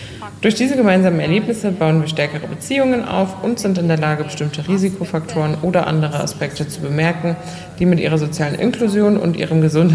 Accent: Sarajevo, Federation of Bosnia and Herzegovina, Bosnia & Herzegovina; German is a second language; Ich wurde 1953 geboren und bin 73 Jahre alt. Ich bin in Sarajevo geboren und lebe immer noch dort.

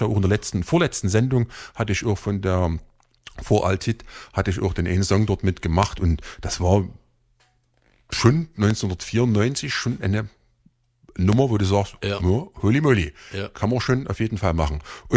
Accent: Germany; als Deutscher

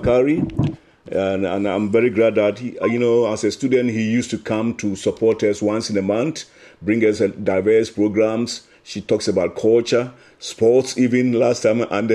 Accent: Ghana; even as a Ghanaian

